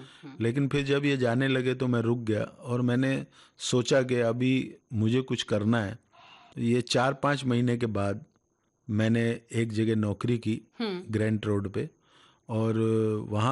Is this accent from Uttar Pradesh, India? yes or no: no; Haryana, India; तो मैं गांव में रहता था, पलवल के पास मेरा गांव है।